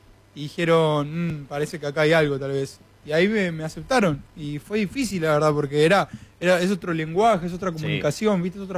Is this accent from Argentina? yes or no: yes; Florencio Varela, Buenos Aires Province, Argentina; me crié en Varela. En bosques, es como que ya está, ya me curtí